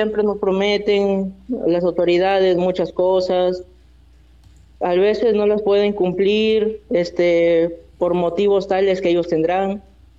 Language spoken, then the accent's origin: Spanish; Olmos, Lambayeque, Peru; born or raised there